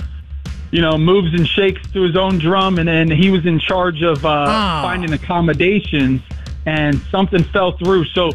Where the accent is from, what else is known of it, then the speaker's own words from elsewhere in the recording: Wadsworth, Ohio, United States; I'm originally from Wadsworth. I grew up in Wadsworth. I'm a Browns guy.